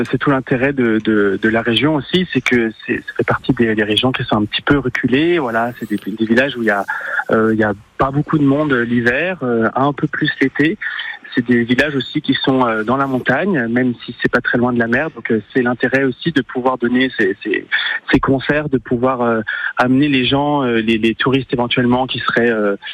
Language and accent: French; Sant'Andrea-d'Orcino, Corsica, France; moved away; also born or lived in Paris; moi je suis originaire de Saint-André et j'ai fait toutes mes études de musique à Paris et sur le continent voilà aussi à l'étranger